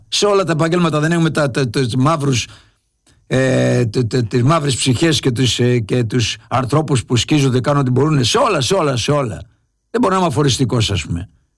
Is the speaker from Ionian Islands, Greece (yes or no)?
yes; Englouvi, Ionian Islands, Greece; Εγώ είμαι από την Εγκλουβή εκεί που βγάζουν τη φακή δίπλα την Καριά.